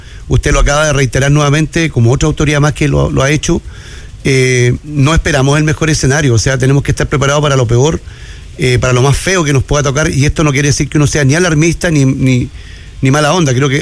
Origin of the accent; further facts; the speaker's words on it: Antofagasta, Chile; yo soy de Antofagasta